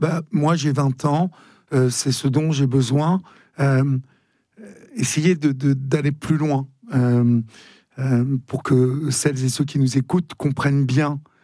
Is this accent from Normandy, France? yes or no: yes; Normandy, France; C'est certain, je suis normand, je vous le confirme.